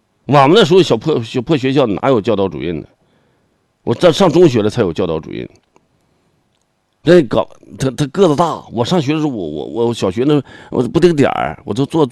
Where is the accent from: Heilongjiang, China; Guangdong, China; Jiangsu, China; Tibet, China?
Heilongjiang, China; born there; moved away; also born or lived in Shenyang / Dandong / Benxi; 那我是出生在黑龙江，那我后来我当时上沈阳了，那能我说我沈阳，我在我你我是沈阳人啊，我还丹东我待过呢，丹东576炮兵教导团啊